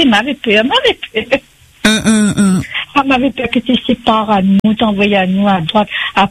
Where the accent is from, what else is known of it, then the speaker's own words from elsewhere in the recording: Saint-Paul, Réunion; Moi je suis originaire de Belmène.